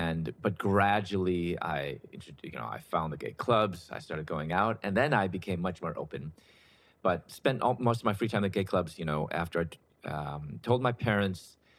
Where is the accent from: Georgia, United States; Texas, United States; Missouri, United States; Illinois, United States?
Illinois, United States; Chicago; So it wasn't until my early 20s, I'm originally from Chicago, and I was accepted to dental school, pursuing my doctorate in dentistry.